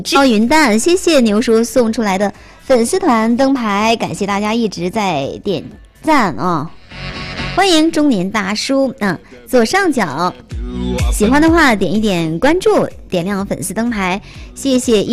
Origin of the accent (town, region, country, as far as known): Northeast China, China